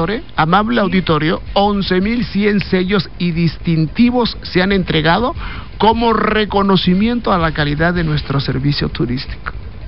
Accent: Mexico; Soy puro mexicano, nacido en esta tierra.

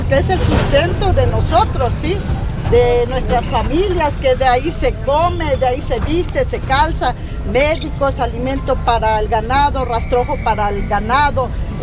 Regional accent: Acajete, Veracruz, Mexico; venimos de Acajete

